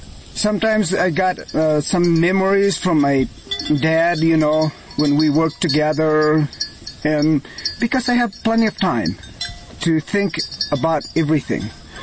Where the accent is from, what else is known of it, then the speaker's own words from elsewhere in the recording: Huancayo, Junín, Peru; now in United States; I am from Huancayo, Peru, and I work as a sheep herder in the United States.